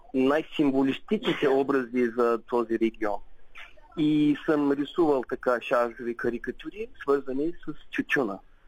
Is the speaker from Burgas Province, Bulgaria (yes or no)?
yes; Aytos, Burgas Province, Bulgaria; also born or lived in Boyno; Аз съм роден в село Бойно, в близо до Ардино, но съм израснал в Айтос.